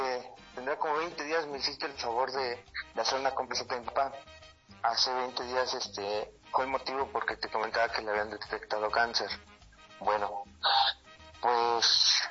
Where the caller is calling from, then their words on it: Tula de Allende, Hidalgo, Mexico; yo soy del estado de Hidalgo, de acá por Tula, Hidalgo. Y por acá está tranquilo